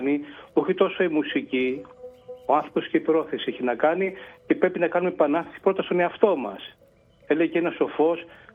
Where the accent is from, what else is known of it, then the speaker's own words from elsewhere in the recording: Piraeus, Attica, Greece; moved away as an adult; now in Nafplio, Greece; μεγαλώσαμε και γεννηθήκαμε στον Πειραιά, στο Τζάνιο, στο Πασαλιμάνι γεννήθηκα, και στην παλιά Κοκκινιά μεγάλωσα.